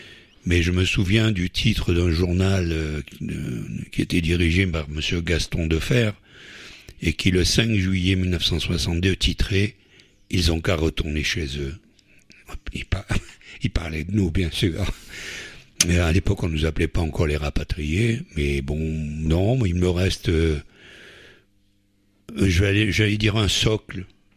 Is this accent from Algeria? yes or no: yes; Algeria; moved away; Ben écoutez, je viens d'Algérie, j'ai quitté ce pays en 1962 dans les conditions que nous connaissons.